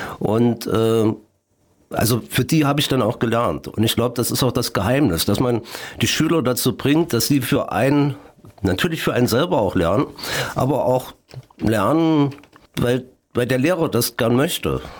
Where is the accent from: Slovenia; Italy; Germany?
Germany; Mühlhausen, Thuringia; also born or lived in Eschwege; dass ich wo groß geworden bin in der DDR.